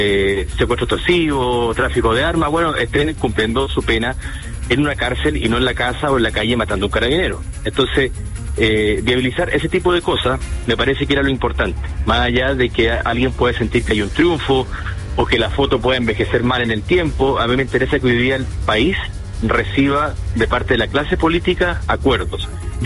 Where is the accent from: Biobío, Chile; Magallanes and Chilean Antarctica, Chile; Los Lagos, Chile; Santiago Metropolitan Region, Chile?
Magallanes and Chilean Antarctica, Chile; uno como chileno, pero además como magallánico